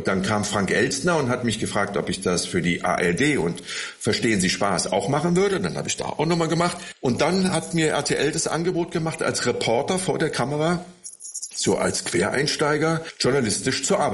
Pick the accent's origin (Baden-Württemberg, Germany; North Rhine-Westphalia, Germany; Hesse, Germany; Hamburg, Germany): North Rhine-Westphalia, Germany; Bonn; moved away as an adult; Ich bin in Bonn geboren und habe bis zum 18., 19. Lebensjahr in Bonn gelebt